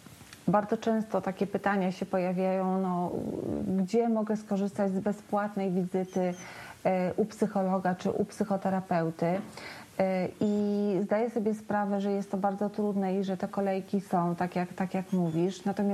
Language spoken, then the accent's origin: Polish; Lublin, Lublin Voivodeship, Poland; w miejscu, gdzie ja mieszkam, jestem z Lublina